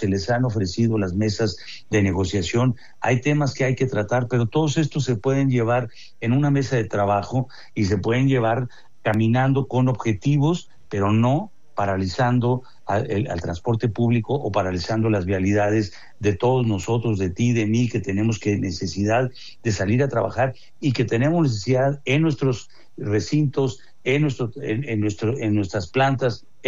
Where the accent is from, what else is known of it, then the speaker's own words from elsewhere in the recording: Mexico; los mexicanos que todos los días salimos a trabajar